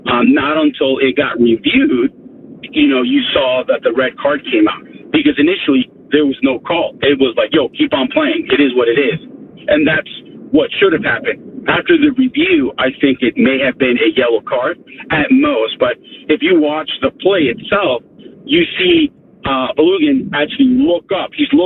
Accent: Guatemala; like how we call it in my parents' country, which I'm from Guatemala.

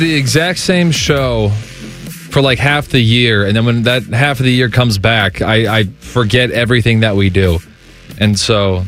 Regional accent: Dublin, Leinster, Ireland; Yeah, I know I'm from Dublin.

